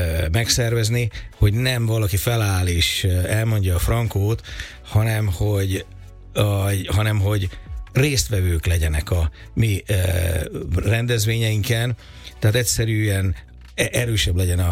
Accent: Encs, Borsod-Abaúj-Zemplén, Hungary; moved away; also born or lived in Budapest / Bernecebaráti; Én Borsod megyében, Encsen, abba új járásban nőttem fel, és ott az Anyonosi erdő, illetve az Empléni hegyek voltak között

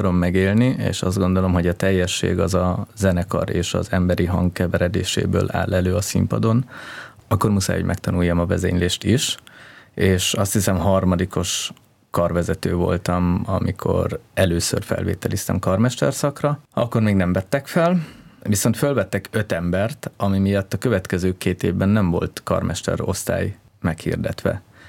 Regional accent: Heves, Hungary; moved away; also born or lived in Ózd; Én Ózdon tényleg csak megszülettem, nagyjából egy éves koromig éltünk ott. Nekem az édesanyám ózdi, az apám pedig hevesi, és hevesen nőttem fel, és ott töltöttem a gyerekkoromat

